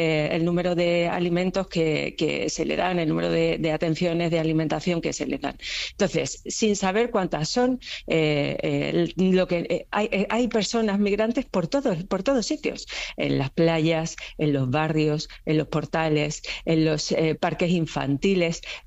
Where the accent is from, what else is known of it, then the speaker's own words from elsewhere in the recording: Ceuta, Spain; Yo, sinceramente, creo que España, como país, yo como española, como ceutí, como europea, pido que se desplieguen todos los medios necesarios del Estado.